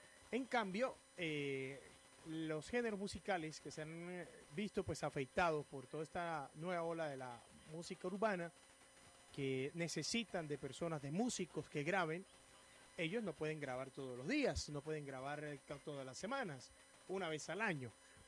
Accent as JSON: {"language": "Spanish", "country": "Colombia"}